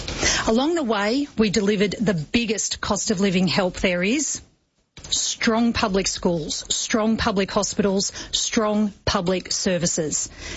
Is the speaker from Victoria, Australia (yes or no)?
yes; Bendigo, Victoria, Australia; And today, it means that my kids have the opportunity in their community that I didn't have when I grew up in Bendigo.